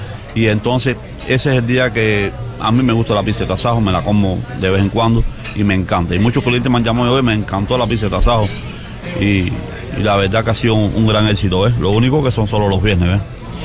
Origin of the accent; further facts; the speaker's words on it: Santo Domingo, Villa Clara, Cuba; moved away; Santo Domingo, municipio de Santo Domingo